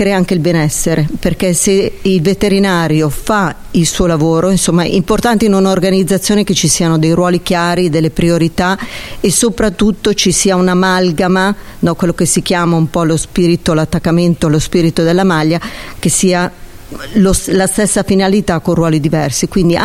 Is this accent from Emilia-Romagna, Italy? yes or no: no; Lombardy, Italy